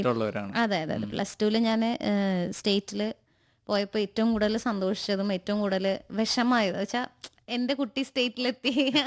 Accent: Malappuram, Kerala, India; ഞങ്ങൾ ശരിക്കും മലപ്പുറം ആണ് കേട്ടോ, ഞങ്ങളവിടെ അച്ഛന് ശാന്തിയായിട്ട് വന്ന് താമസിക്കുന്നവരായിരുന്നു. അപ്പൊ എന്താ, പക്ഷെ ഞാൻ വളർന്നത് അവിടെ ആയതുകൊണ്ട്

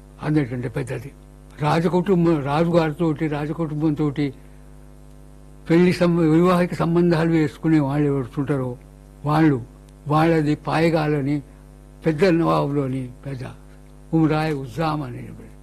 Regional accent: Warangal, Telangana, India; also born or lived in Madikonda; నా బాల్యం వరంగల్ పట్టణంలో పాటు మొదలైంది కొద్ది ఆలస్యంగా, కానీ దగ్గర ఉన్నటువంటి మడికొండలో పాటు నాకు పరిసరాల అవగాహన కలిగినప్పటి నుంచి మడికొండలో ఉన్నాను

